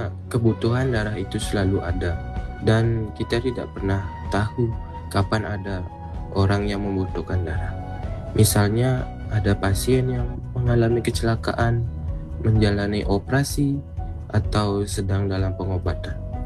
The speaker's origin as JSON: {"language": "Indonesian", "town": "Batur Selatan", "region": "Bali", "country": "Indonesia", "said": "Saya dari Batur Selatan."}